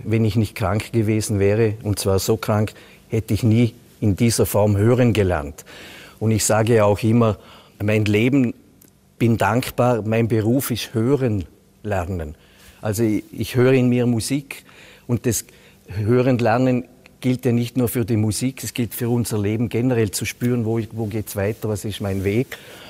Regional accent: Vorarlberg, Austria; born there; Ich stamme aus dem Montafon.

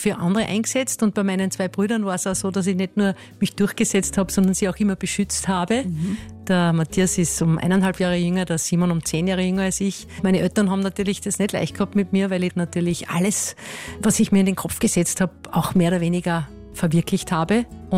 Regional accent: Styria, Austria; weil da im Enstal, wo ich aufgewachsen bin, die Fliegerei eine besondere Bedeutung hatte, das Segelfliegen eine Bedeutung hatte.

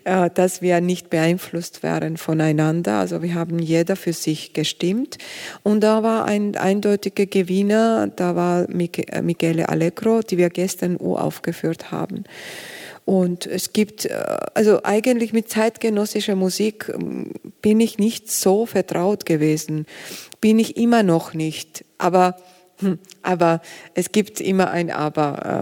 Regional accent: Georgia; German is a second language; Genau, und das, das ist für mich, also Georgien ist meine Heimat und deswegen war das auch sehr wichtig für mich und klar auch.

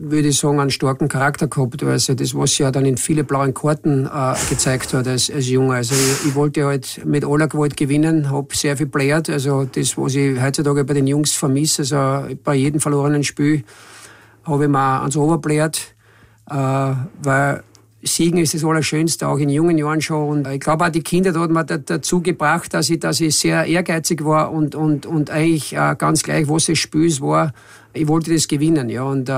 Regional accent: Burgenland, Austria; moved away as an adult; also born or lived in Heiligenkreuz, Lower Austria; now in Linz, Austria; ich war Hausgeburt. Bin in Stift Heiligenkreuz auf die Welt gekommen und dann sind wir eigentlich, ich habe da nicht allzu lange gelebt und dann sind wir ins Burgenland gezogen und deshalb bin ich auch echter Burgenländer.

